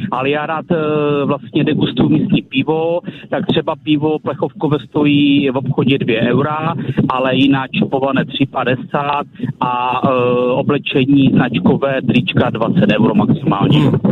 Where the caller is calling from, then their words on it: Bohumín, Moravian-Silesian Region, Czechia; my jsme z Bohumína